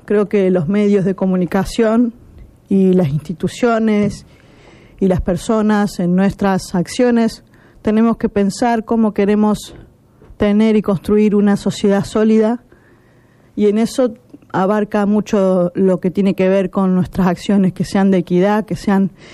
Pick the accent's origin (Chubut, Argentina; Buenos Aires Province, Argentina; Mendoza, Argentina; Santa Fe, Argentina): Santa Fe, Argentina; como argentinos y como santafesinos